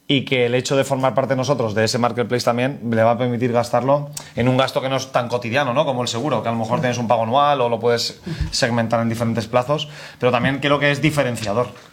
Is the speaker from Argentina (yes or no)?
no; Valencia, Valencian Community, Spain; yo no soy de Alcoy, soy de Valencia